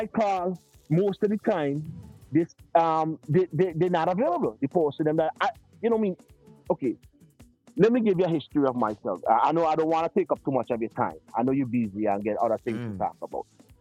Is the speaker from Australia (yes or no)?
no; St. Vincent & Grenadines; moved away; my home country that I love, St. Vincent.